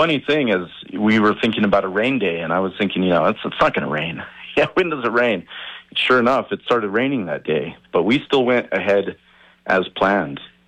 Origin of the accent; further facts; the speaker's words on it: Albuquerque, New Mexico, United States; I'm from Albuquerque. I've been making music here almost my whole life